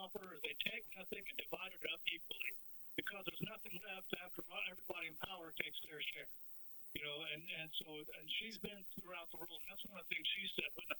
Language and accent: English; Anthony, Texas, United States; I was raised up there in Anthony, Texas, which is right on the Mexico state line. I've lived in this area all my life, except for a few years out when I was in the Navy.